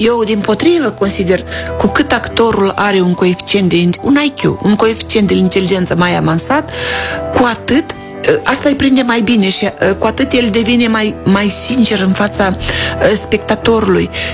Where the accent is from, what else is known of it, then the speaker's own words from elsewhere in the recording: Orhei, Orhei District, Moldova; știți că și eu sunt din Orhei